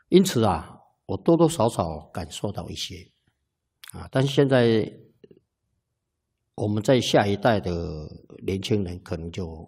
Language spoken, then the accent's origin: Chinese; Taiwan; 那我们台湾还有原住民的原理